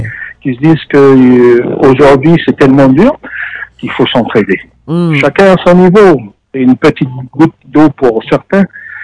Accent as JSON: {"language": "French", "country": "New Caledonia", "tie": "born there", "said": "Enfin, je suis calédonien de naissance, mais ayant voyagé un peu partout, à Tahiti, etc."}